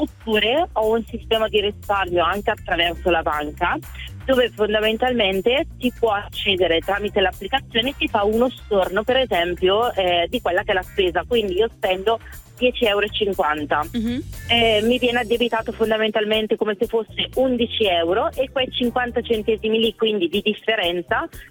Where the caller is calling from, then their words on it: Bergamo, Lombardy, Italy; Io sono a Bergamo